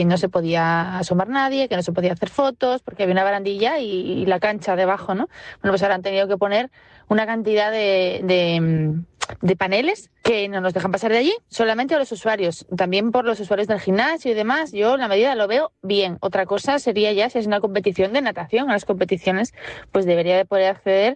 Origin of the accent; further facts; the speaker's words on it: Oviedo, Asturias, Spain; no soy de Gijón, soy de Oviedo